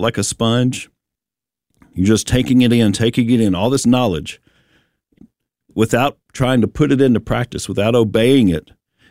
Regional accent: Bible Belt, United States; born or raised there

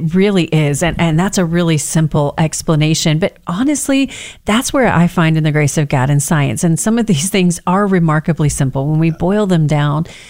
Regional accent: Texas, United States; accent: Texas twang; Cause, you know, we're from Texas, so we got little Texas twang in there

